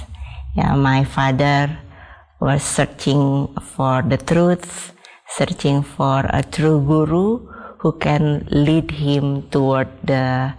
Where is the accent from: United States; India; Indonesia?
Indonesia; Bali; Yes, I am from Bali, so majority people there is Hindu. So I also came from Hindu background.